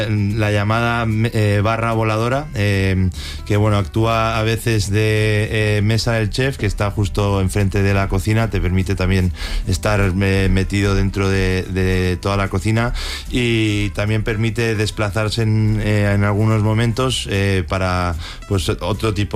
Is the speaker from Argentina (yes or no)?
no; Madrid, Community of Madrid, Spain; also born or lived in United States; Nacimos todos en Estados Unidos, pero siempre hemos vivido aquí en Madrid